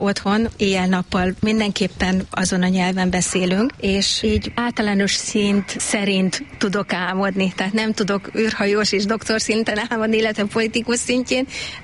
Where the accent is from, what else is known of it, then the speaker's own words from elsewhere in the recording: Hungary; first language Hungarian; Magyar. Magyar, abszolút. Én magyar lány vagyok, igen.